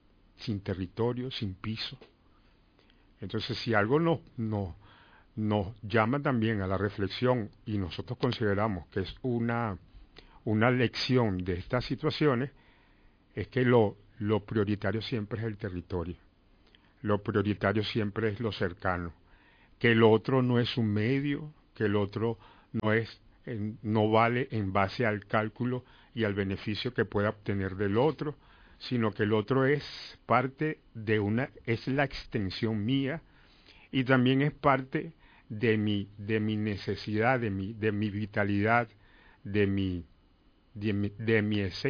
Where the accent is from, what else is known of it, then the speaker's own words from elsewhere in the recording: Venezuela; así somos los venezolanos